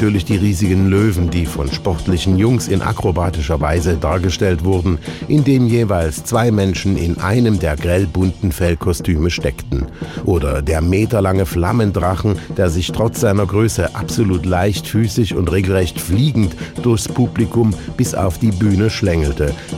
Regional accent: Germany; now in Slovakia; das muss ich als Deutscher mit langjähriger slowakischer Lebenserfahrung auch mal sagen

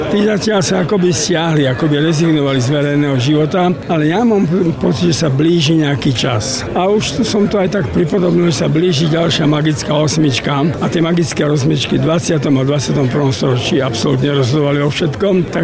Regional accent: Nitra, Nitra Region, Slovakia; moved away as an adult; Pozrite, ja som prišiel z Nitry v 66. na vysokú školu.

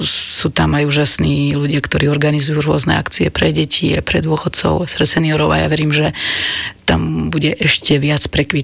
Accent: Žilina, Žilina Region, Slovakia; born there; v mestskej časti Mojšova Lúčka a ja to cítim, že tam patrím, ja som sa tam dokonca narodila v dome číslo 106, ktorý zatopili. A potom sme sa museli presťahovať do na sídlisko, do paneláka.

